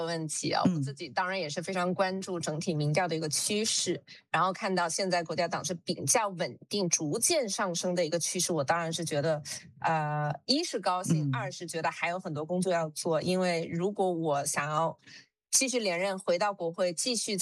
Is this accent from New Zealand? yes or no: yes; New Zealand; 我们作为新西兰人